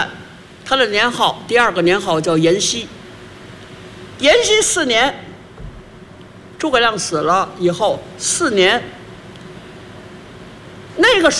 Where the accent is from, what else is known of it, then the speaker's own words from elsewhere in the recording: Beijing, China; 其实我不是为北京人说话，北京人确实特别好啊。咱们不说北京了，反正我是北京人，我跨北京人